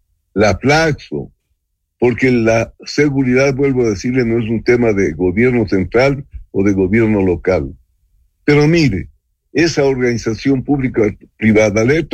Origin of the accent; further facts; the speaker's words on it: Ecuador; pensar como ecuatorianos.